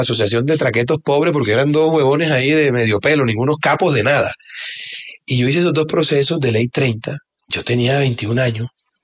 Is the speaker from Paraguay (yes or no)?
no; Bogotá, Colombia; born there; nací en Bogotá porque en esa época se usaba eso.